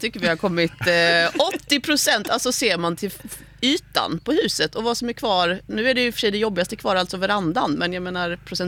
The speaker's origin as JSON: {"language": "Swedish", "region": "Skåne", "country": "Sweden", "moved": "yes", "lives_now": "Sexdrega, Sweden", "said": "Ingen av oss är uppvuxen här. Jag är från Skåne"}